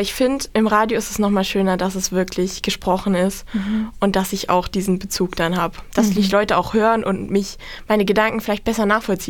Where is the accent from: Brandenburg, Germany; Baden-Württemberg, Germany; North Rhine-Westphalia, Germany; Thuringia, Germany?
Thuringia, Germany; Niedersachswerfen; Ich komme ja aus Niedersachsen-Werfen, also ziemlich nah an Nordhausen.